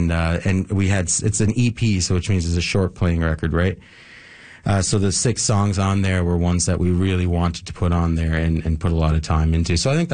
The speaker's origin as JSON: {"language": "English", "town": "Hopedale", "region": "Newfoundland and Labrador", "country": "Canada", "said": "I come from Hopedale."}